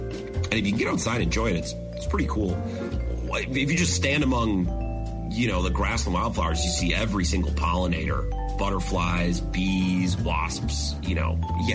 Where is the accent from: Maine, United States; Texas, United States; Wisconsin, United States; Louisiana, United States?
Wisconsin, United States; So I was at my folks in my hometown, Northwest Wisconsin, this last weekend.